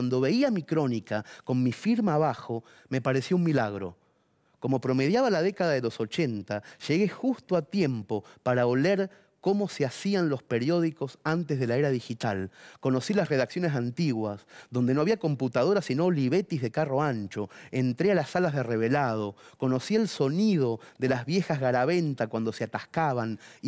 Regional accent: Mercedes, Buenos Aires Province, Argentina; born or raised there

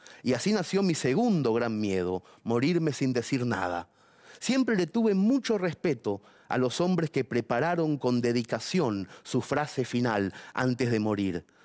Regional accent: Mercedes, Buenos Aires Province, Argentina; now in Buenos Aires, Argentina; Como nací en Mercedes, que es el medio del campo, yo crecí viendo a las gallinas correr unos segundos sin cabeza.

